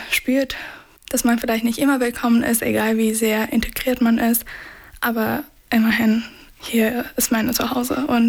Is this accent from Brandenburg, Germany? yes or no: no; Chemnitz, Saxony, Germany; also born or lived in Friedrichshafen; Aber trotzdem ist für mich diese Stadt einfach zu meiner Heimat geworden, weil ich hier aufgewachsen bin, weil meine Familie hier ist. Und obwohl ich nach Friedrichshafen gezogen bin, Bodensee ist wirklich wunderschön. Für mich ist Chemnitz trotzdem mein Sicherheitspunkt gewesen.